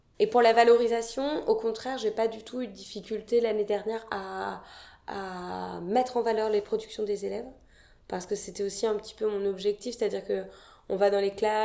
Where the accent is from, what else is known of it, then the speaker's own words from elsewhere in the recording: Dinan, Brittany, France; je suis née à Dinan, j'ai grandi à Dinan.